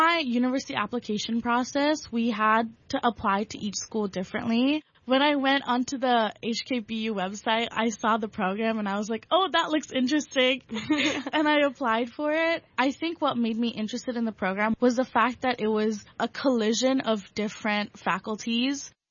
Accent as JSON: {"language": "English", "country": "Hong Kong", "tie": "born or raised there", "said": "I was born in Hong Kong and my secondary and elementary school life was all in one school, Dahlia School of Canada. It's an international Canadian school"}